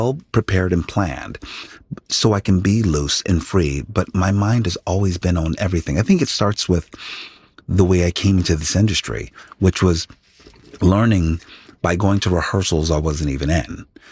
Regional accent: Philadelphia, Pennsylvania, United States; I come from a very humble place. I come from

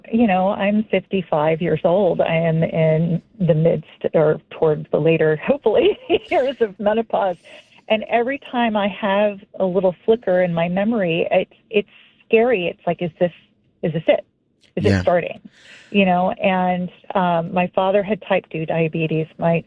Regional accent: Texas, United States; So I grew up in Texas

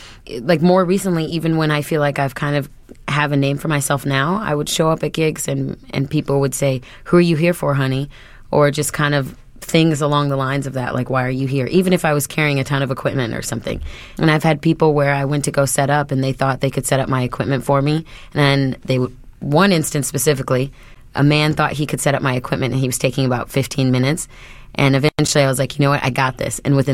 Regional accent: Dunlap, Illinois, United States; also born or lived in Peoria; now in Chicago, United States; I'm originally from Peoria, or Dunlap, nobody knows where that is. And what drew me to Chicago was that there was so much diversity here and so much culture. And from where I came, that didn't really exist.

